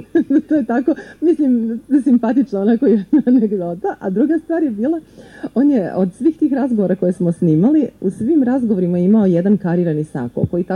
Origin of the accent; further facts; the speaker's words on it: Bijeljina, Republika Srpska, Bosnia & Herzegovina; Ja sam rođena u Bijeljini, tamo sam išla u gimnaziju i živjela sve do fakulteta.